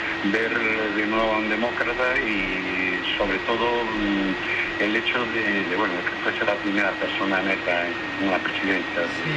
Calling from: Asturias, Spain; Desde Asturias.

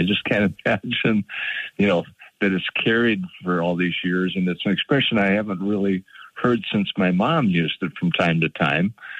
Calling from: Fargo, North Dakota, United States; up in Fargo, North Dakota, Frosty Fargo.

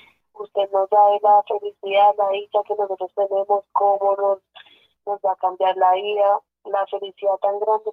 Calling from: Bogotá, Colombia; Estoy llamando acá desde Bosa San Bernardino, profesor.

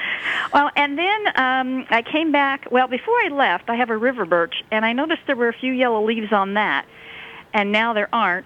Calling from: Fairbury, Nebraska, United States; from Fairbury.

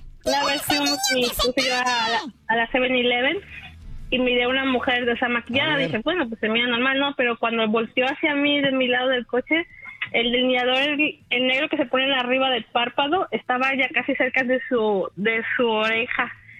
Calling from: Baldwin Park, California, United States; De aquí, de Baldwin Park.

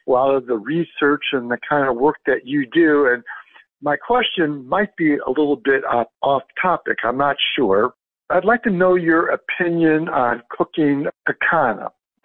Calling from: Scottsdale, Arizona, United States; Hi, Genevieve. … I'm from Scottsdale, Arizona.

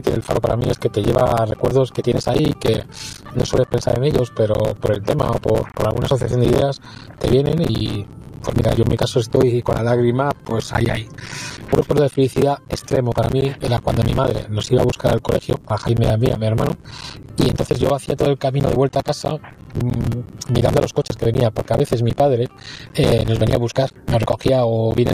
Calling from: Madrid, Community of Madrid, Spain; Hola, buenas. … de Madrid.

